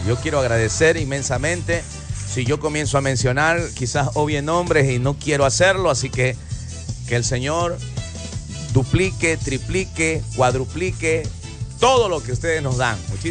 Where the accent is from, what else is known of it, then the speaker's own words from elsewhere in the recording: Ecuador; Nosotros somos de Ecuador